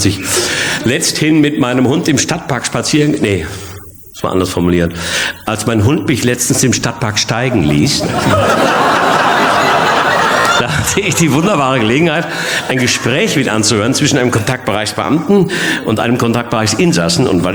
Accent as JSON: {"language": "German", "town": "Bochum", "region": "North Rhine-Westphalia", "country": "Germany", "tie": "born or raised there", "said": "meine Heimatstadt Bochum ist ja für Nordrhein-Westfalen das, was Amerika für die freie Welt darstellt."}